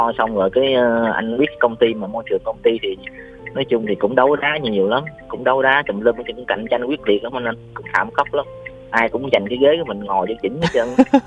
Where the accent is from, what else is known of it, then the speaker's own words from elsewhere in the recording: Can Tho, Vietnam; tài xế xe công nghệ sao đến em đến từ Cần Thơ anh Phú ơi.